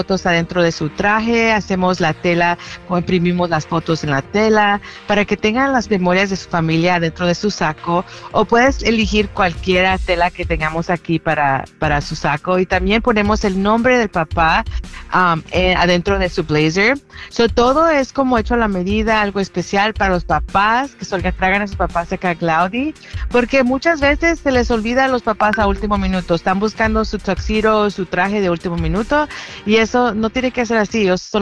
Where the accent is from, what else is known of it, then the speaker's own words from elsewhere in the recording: El Salvador; como soy salvadoreña, les damos cola champán.